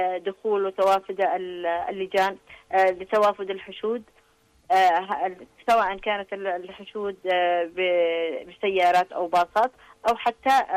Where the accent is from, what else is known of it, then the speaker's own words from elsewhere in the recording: Yemen; الحضور المشرف والحضور الكبير الذي يليق بنا كيمنيين